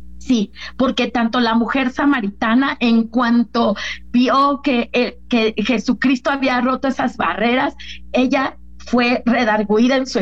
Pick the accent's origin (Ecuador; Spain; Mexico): Mexico; al igual que toda nuestra nación mexicana